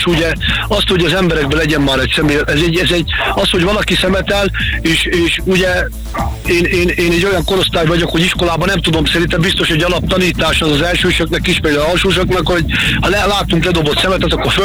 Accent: Salgótarján, Nógrád, Hungary; Én nagyon büszke vagyok Salgótarjára, és nagyon szeretem.

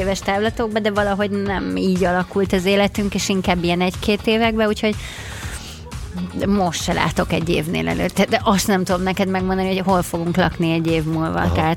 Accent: Brazil; Brazíliába megmutatni a családomnak azt, hogy hol voltam gyerek

